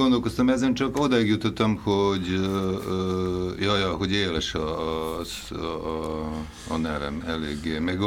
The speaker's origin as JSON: {"language": "Hungarian", "town": "Novi Kneževac", "region": "Vojvodina", "country": "Serbia", "said": "Mert hogy ott születtem, és onnan jövök. Igen."}